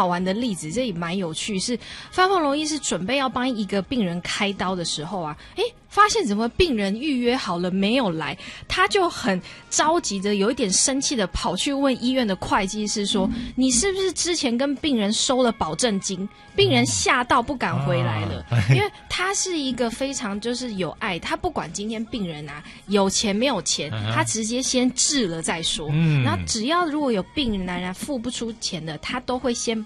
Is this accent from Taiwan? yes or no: yes; Taiwan; 他把他一辈子的生命留给了我们台湾人的这样子爱的力量